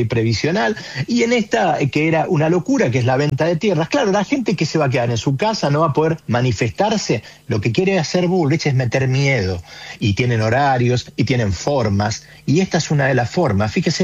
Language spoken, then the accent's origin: Spanish; Argentina; tenemos que empezar a preguntarnos qué es lo que queremos como argentinos y qué es lo que queremos como ciudadanos realmente para las próximas elecciones.